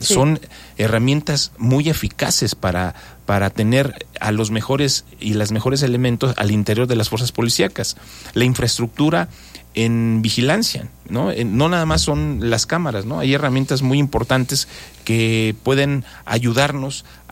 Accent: Cuernavaca, Morelos, Mexico; Yo pues nací aquí en el 71, soy originario aquí de Cuernavaca

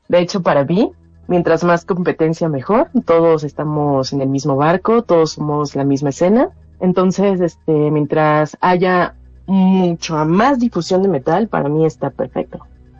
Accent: Mexico

